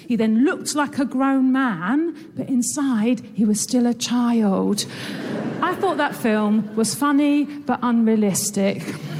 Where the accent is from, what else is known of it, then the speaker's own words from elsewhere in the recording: England, United Kingdom; I'm here from England.